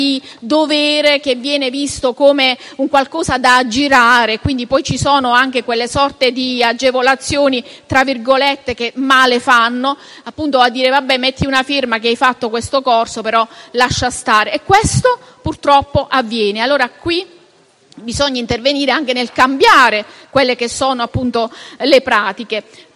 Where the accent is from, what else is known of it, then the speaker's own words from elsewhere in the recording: Borgo Mezzanone, Apulia, Italy; io vengo dal territorio del Borgo Mezzanone, quindi viviamo nel pieno di questo